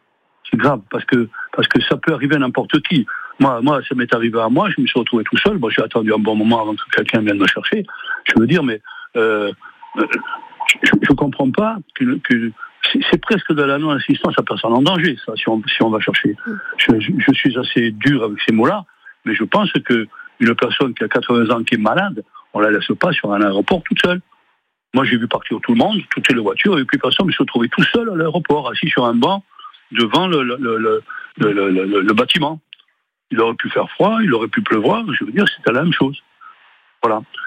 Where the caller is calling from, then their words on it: Corsica, France; j'habite à la Plaine de Père, c'est à peu près 10 km de l'aéroport.